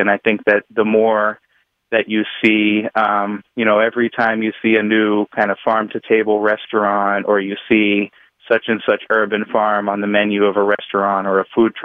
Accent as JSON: {"language": "English", "town": "Dorchester", "region": "Massachusetts", "country": "United States", "tie": "born or raised there"}